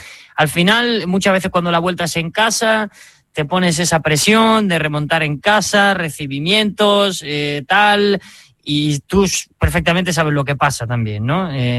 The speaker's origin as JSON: {"language": "Spanish", "town": "Jaén", "region": "Andalusia", "country": "Spain", "tie": "born or raised there", "lives_now": "Málaga, Spain", "said": "yo llevo 6 años en Málaga, trabajo con el Málaga a día de hoy y demás, pero yo soy de Jaén. Yo nací en Jaén."}